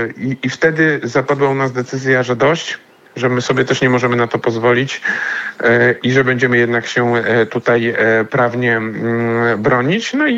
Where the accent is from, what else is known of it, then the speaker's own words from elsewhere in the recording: Kraków, Lesser Poland, Poland; Kraków, miasto, w którym się urodziłem, w którym spędziłem całe życie i zamierzam spędzić resztę tego życia